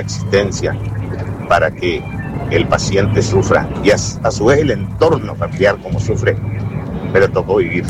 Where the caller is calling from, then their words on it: Curuzú Cuatiá, Corrientes, Argentina; soy de Cruzucuatía, Corrientes. En este momento, bueno, en un camión acá en la provincia de Buenos Aires.